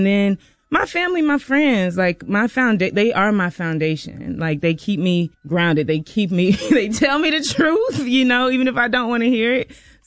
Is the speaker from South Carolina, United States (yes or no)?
yes; South Carolina, United States; But no, I came from, you know, where Charlamagne is from. I'm from South Carolina, small town. Grew up in the church. You know, like low to mid class family.